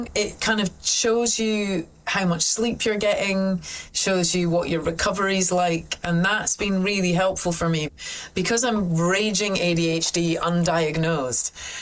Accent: St Andrews, Scotland, United Kingdom; So because we grew up in St. Andrews, it was only 10,000-11,000 people in town when we grew up. It was just a small place.

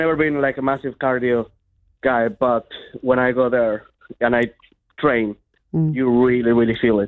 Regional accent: Chihuahua, Mexico; also born or lived in Mexico City; I'm from Chihuahua, but I was born in Mexico City, and I have a family that lives not far away from the stadium, actually.

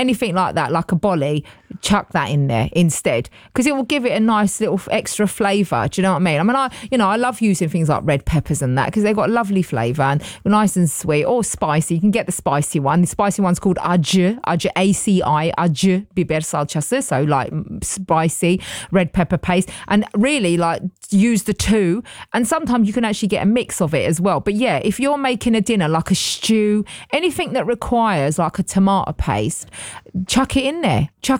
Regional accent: London, United Kingdom; moved away as an adult; I am a Londoner, babes. I've got to come to London weekly to get that fixed.

